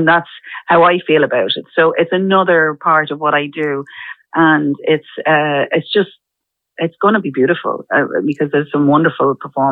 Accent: Dublin, Leinster, Ireland; born there; I was born in the Coombe, so technically I'm a local.

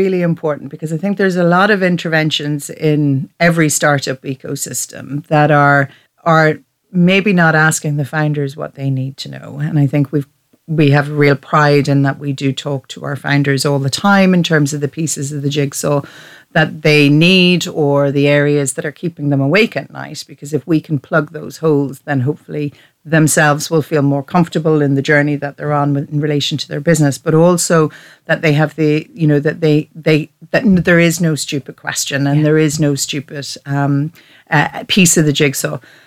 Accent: Ireland; And I'm obviously at from the Republic, as is Sinead.

